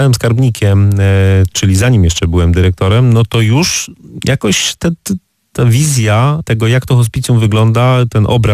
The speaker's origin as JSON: {"language": "Polish", "town": "Olesno", "region": "Opole Voivodeship", "country": "Poland", "said": "ja pochodzę z Olesna"}